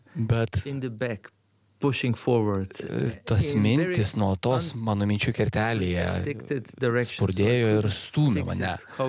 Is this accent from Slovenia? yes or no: yes; Slovenia; Aš esu iš Slovenijos